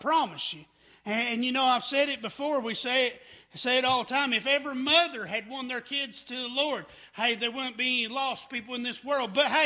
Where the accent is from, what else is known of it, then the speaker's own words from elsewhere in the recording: the South, United States; I was born in the South, here in the Bible Belt, where there's a church just about on every corner